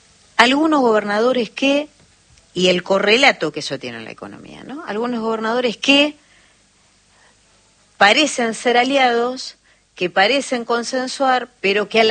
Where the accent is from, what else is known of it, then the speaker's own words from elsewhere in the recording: Argentina; Y que habla mucho de cómo somos los argentinos.